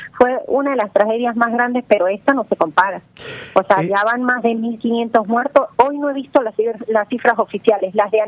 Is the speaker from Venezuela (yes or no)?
yes; Mérida, Venezuela; now in Argentina; Yo soy del estado Mérida.